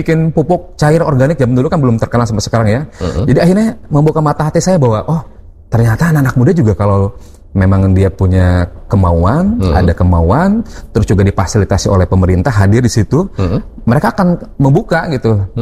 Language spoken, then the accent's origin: Indonesian; Kalimanggis, West Java, Indonesia; Camat di desa saya di Kalimanggis itu minta saya untuk mewakili kecamatan di ajang Pasanggiri, Mojang, dan Jajaka Kuningan.